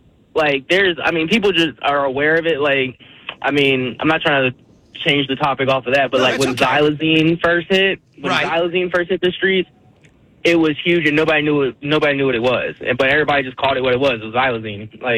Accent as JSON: {"language": "English", "town": "Richmond", "country": "United States", "said": "I'm from Richmond."}